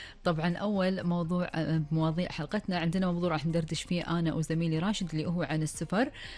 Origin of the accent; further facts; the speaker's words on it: Kuwait; فقرة أخبار ديرتنا الحبيبة الكويت وآخر المستجدات.